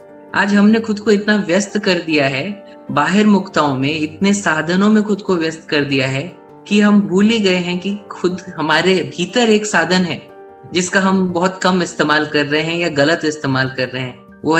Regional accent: Chhattisgarh, India; born there; मैं छत्तीसगढ़ में पैदा हुआ हूँ, अमरकंटक बिलासपुर के बिल्कुल नजदीक है

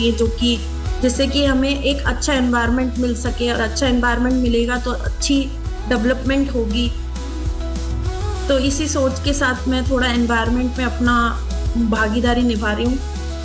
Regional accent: Jaipur, Rajasthan, India; मैं जयपुर से बिलोंग करती हूँ

